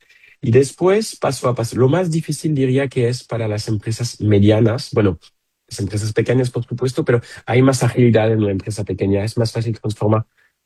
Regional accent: France; Spanish is a second language; now in Barcelona, Spain; yo como un francés expatriado en Barcelona

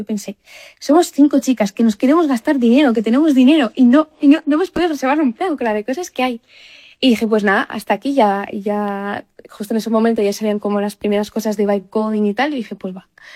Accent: Barcelona, Catalonia, Spain; Y ONA en valenciano o en catalán, soy de Barcelona, son las olas del mar, ¿no?

